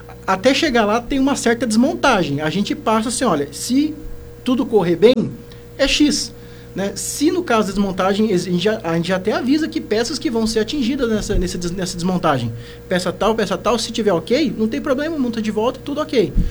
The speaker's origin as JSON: {"language": "Portuguese", "country": "Brazil", "tie": "born or raised there", "said": "hoje ali no Santa Cecília, onde eu fui criado praticamente minha vida inteira"}